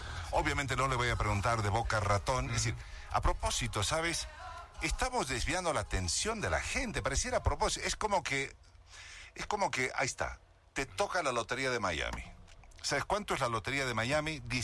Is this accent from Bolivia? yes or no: yes; Bolivia; Donde tenemos pocas victorias como bolivianos.